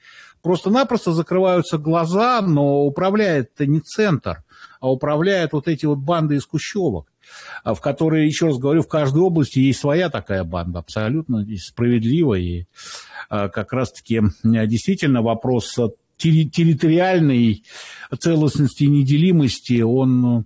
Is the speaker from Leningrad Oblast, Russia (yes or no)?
no; Moscow, Russia; хотя я сам москвич и родом из Москвы, и большую часть жизни там прожил.